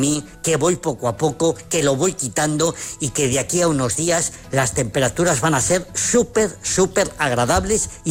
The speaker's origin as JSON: {"language": "Spanish", "town": "Zamora", "region": "Castile and León", "country": "Spain", "said": "Y además, sí, como soy de Zamora y soy muy chulo"}